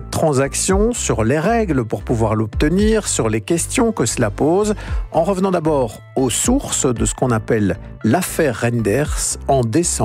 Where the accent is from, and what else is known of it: Belgium